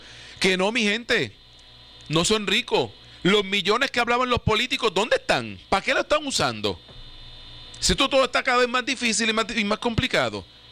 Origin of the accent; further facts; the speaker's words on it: Puerto Rico; como puertorriqueño, siento por mí y siento por los míos.